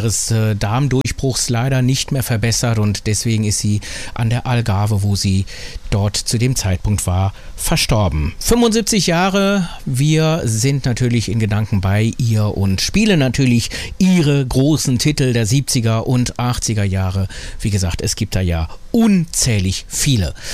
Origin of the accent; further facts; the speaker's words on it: Hamburg, Germany; ein Glück, dass ich mit Hamburg eine Stadt, meine Heimat nennen kann, die mein offenes Leben trägt.